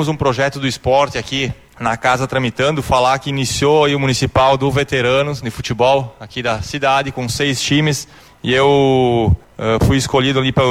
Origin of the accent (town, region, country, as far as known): Encantado, Rio Grande do Sul, Brazil